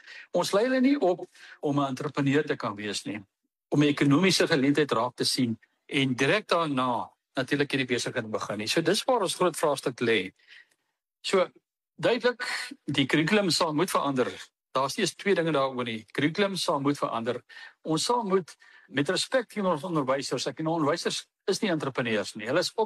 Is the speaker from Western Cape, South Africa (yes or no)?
yes; George, Western Cape, South Africa; ook in my area waar ek vandaan kom, hoeveel gemeenskapsale is daar? Ek dink as 'n stuk of 14 gemeenskapsale reg oor die Breer George area.